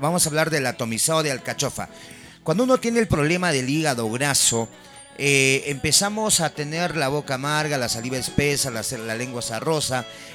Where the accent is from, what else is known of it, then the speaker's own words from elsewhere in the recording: Andahuaylas, Apurímac, Peru; siempre dije, yo soy de provincia, por ejemplo, yo vengo de Andahuaylas